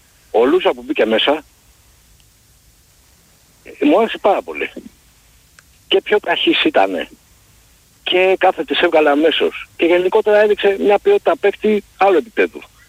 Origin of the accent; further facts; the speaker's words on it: Greece; εγώ σαν Έλληνας